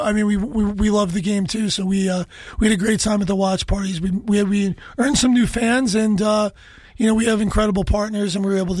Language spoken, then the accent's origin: English; Goshen, New York, United States; I grew up in Goshen, New York, which is about an hour north of the city, and it's the Hall of Fame of the Trotter Horse.